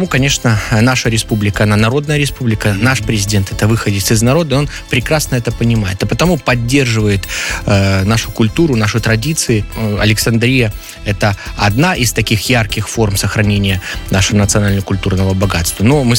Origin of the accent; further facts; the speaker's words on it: Belarus; одна из основных таких причин, почему мы сегодня белорусы, имеем свою собственную страну, живем по своим собственным законам и движемся по своему собственному белорусскому пути развития